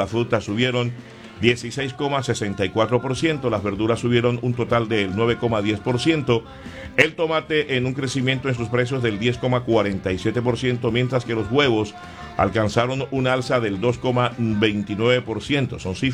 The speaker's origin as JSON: {"language": "Spanish", "country": "Colombia", "said": "lo que nos ya cargamos a cuesta los colombianos"}